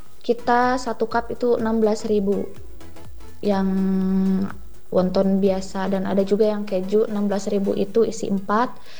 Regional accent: West Java, Indonesia; now in Atambua, Indonesia; makanan-makanan khas kampung saya di sana, Jawa Barat.

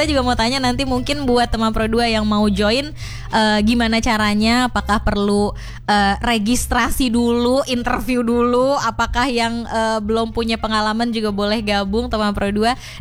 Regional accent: Jakarta, Indonesia; Gue sebagai anak Jakbar

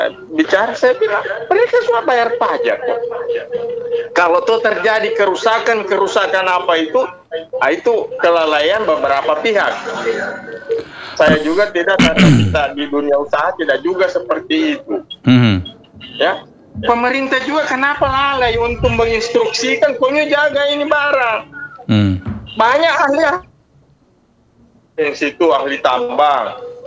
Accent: Bone, South Sulawesi, Indonesia; born there; now in Palu, Indonesia; Saya kan lahir di Bon.

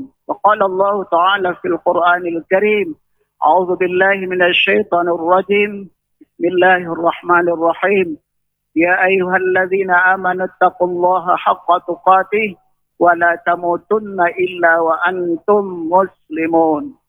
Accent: Aceh, Indonesia; Kita dari Aceh harus mencari ilmu di tempat lain. Yang dulu orang lain datang ke Aceh.

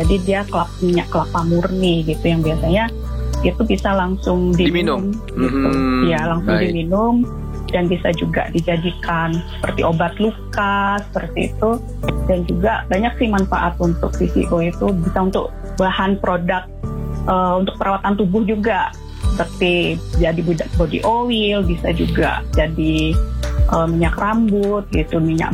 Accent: Bali, Indonesia; Jadi saya cari-cari nama yang nama Bali gitu, karena saya kan orang Bali gitu ya.

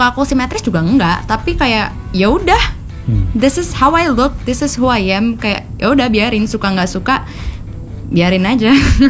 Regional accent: Kalimantan, Indonesia; Karena aku kan kebetulan orang Dayak

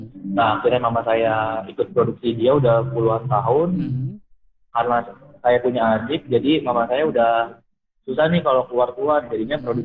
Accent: Bekasi, West Java, Indonesia; born there; padahal aku sendiri pun lahirnya di Bekasi dan mama papaku orang Jawa kak

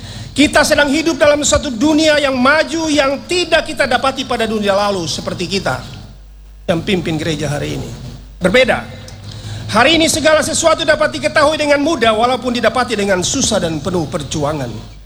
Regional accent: Jayapura, Papua, Indonesia; Yo, saya dari Jayapura, jadi saya bilang itu.

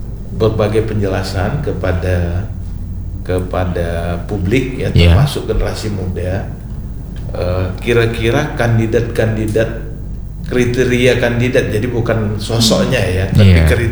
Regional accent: South Sumatra, Indonesia; Dari Komring ya, dari kampung pelosok Komring.

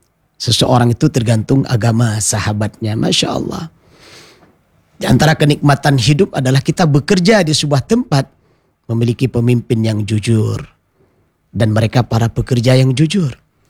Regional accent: Aceh, Indonesia; saya sebagai orang Aceh, ya, saya sebagai orang Indonesia juga

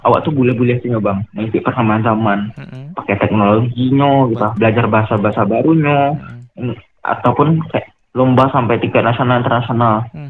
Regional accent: West Sumatra, Indonesia; karena kalau pribadi sebagai orang Minang tentu ketika kal di luar kal akan bangga, oh ada ini orang Minang gitu bang.

